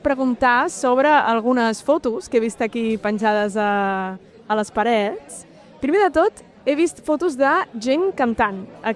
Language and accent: Catalan; Catalonia, Spain; jo com a catalana